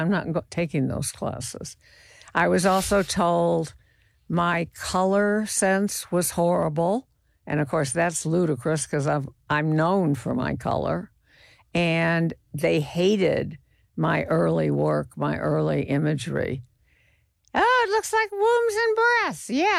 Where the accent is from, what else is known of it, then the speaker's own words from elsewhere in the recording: Chicago, Illinois, United States; And I grew up in Chicago. At five, I started, this is inconceivable to people now.